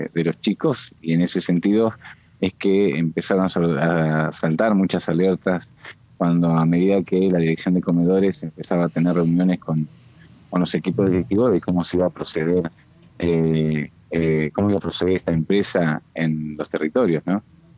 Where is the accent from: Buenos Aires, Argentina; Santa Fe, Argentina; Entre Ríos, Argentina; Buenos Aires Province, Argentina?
Entre Ríos, Argentina; yo soy de Isla del Ibicuí